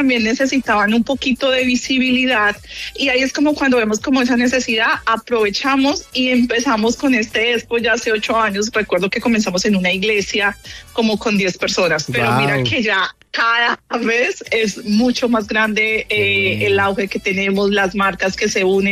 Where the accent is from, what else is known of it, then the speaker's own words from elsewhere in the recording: Colombia; now in New York, United States; aunque hacemos nuestra familia acá, realmente pues siempre Colombia o el país del que vengamos será el origen nuestro.